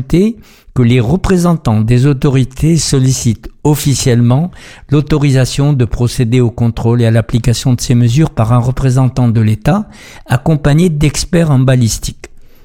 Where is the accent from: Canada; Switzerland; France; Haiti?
France; nous sommes français, européens